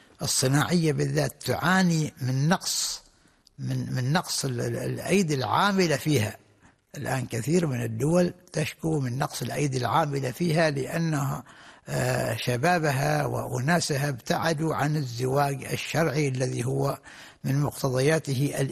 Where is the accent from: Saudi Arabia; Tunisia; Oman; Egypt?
Oman; فدائما الإنسان حتى عندنا في عمان كنا نحن يعني في السابق نرى أن الشخص الذي عنده عدد من الأولاد ينظر إليه بهيبة وإجلال،